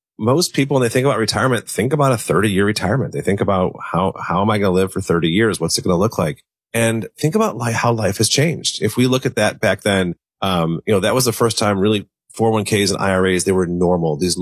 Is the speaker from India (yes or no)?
no; Elmhurst, Illinois, United States; you know, I was born and raised in Elmhurst where I live today. And so were my parents.